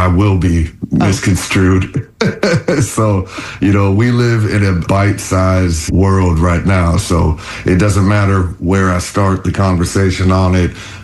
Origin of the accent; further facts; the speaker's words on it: Orlando, Florida, United States; now in Tampa, United States; I moved specifically to Tampa Bay from Orlando, where I grew up, because there was support for live music.